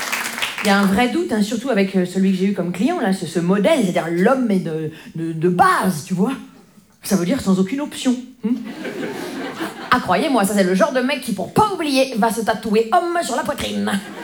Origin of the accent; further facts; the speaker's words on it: Grand Est, France; Moi, je viens des Vosges. Les Vosges.